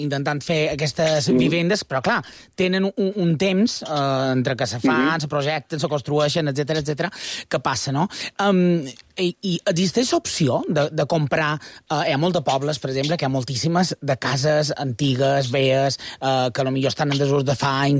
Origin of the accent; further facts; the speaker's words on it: Consell, Balearic Islands, Spain; Jo, per exemple, som de Consell